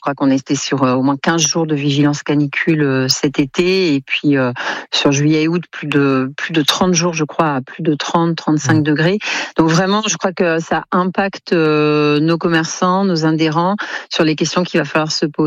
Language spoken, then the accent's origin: French; Pau, Nouvelle-Aquitaine, France; chez nous à Pau